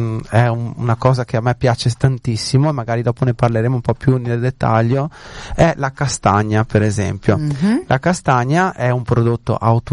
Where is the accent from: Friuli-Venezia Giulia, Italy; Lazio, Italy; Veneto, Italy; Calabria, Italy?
Veneto, Italy; Noi che siamo veneti